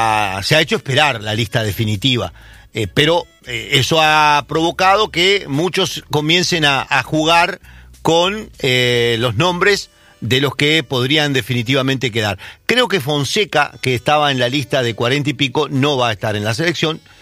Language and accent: Spanish; Uruguay; Los uruguayos dejamos todo para el final.